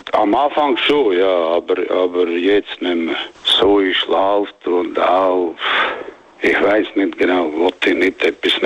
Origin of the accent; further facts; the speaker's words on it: Bosnia & Herzegovina; German is a second language; moved away as an adult; now in Switzerland; ich bin geboren in Bosnien, ich bin aufgewachsen in Bosnien und ich habe 40 Jahre gelebt in der Schweiz